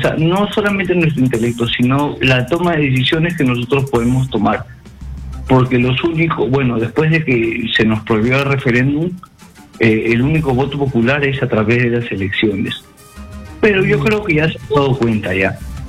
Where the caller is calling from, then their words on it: Lima, Peru; de San Martín de Porres.